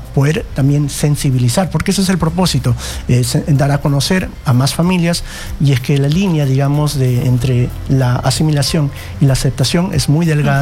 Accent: Peru

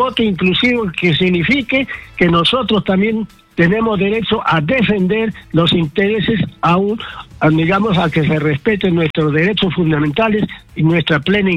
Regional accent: Peru; todos los 34 millones de peruanos

